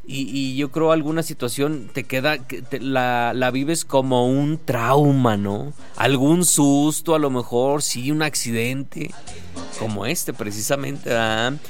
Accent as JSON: {"language": "Spanish", "town": "Calera", "region": "Zacatecas", "country": "Mexico", "said": "No soy de Toribio, soy de Calera."}